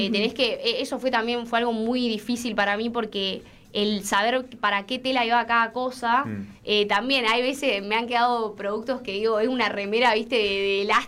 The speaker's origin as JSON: {"language": "Spanish", "town": "Trelew", "region": "Chubut", "country": "Argentina"}